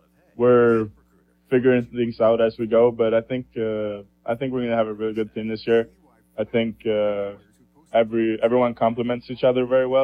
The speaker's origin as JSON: {"language": "English", "town": "Stockholm", "region": "Stockholm County", "country": "Sweden", "said": "I'm a senior from Stockholm, Sweden."}